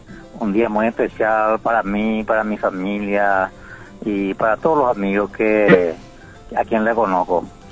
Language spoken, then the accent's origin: Spanish; Paraguay